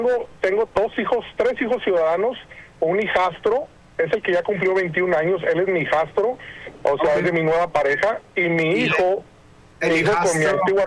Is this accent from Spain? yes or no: no; Mexico; No, mi esposa, ella, yo soy de México y mi esposa